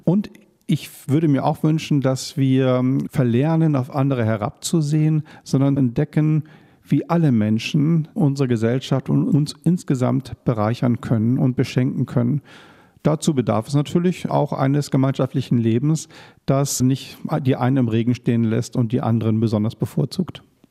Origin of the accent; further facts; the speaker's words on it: Bremen, Germany; Also als Bremer freue ich mich, dass Bremen die Chance hat, sich zu zeigen.